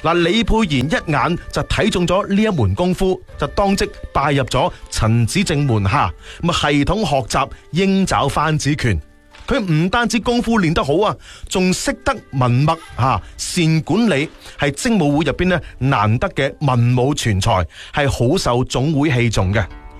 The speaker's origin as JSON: {"language": "Cantonese", "town": "Foshan", "region": "Guangdong", "country": "China", "said": "我哋佛山人思想开放，乐于接受新事物。"}